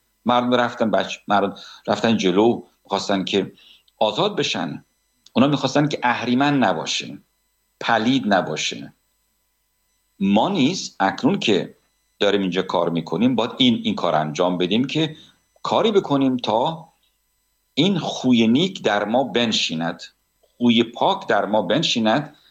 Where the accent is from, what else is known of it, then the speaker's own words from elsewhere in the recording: Iran; born there; من زاده اونجا هستم، پارسی سخن میگم